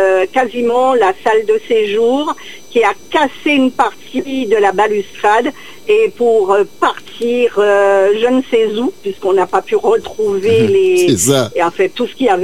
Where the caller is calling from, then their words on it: Le Gosier, Guadeloupe; J'appelle du Gosier.